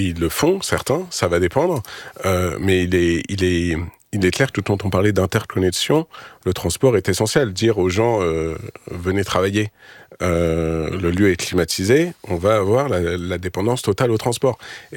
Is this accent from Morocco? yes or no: no; Paris, Île-de-France, France; born there; je suis parisien de naissance